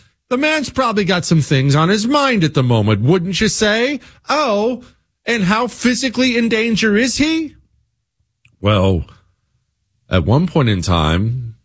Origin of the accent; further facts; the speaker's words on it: Montana, United States; Told you these stories before growing up in Montana.